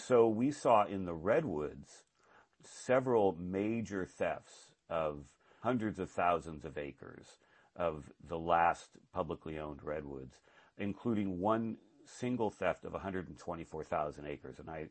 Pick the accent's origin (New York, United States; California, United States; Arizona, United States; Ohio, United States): California, United States; Guerneville; a group of people put out a very well-funded and organized campaign to save tiny Armstrong Woods in my hometown of Guerneville in Sonoma County.